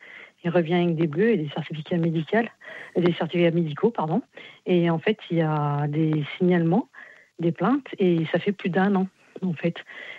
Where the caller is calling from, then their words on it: Viriat, Auvergne-Rhône-Alpes, France; Je vous appelle dans l'Ain, je suis de Viriat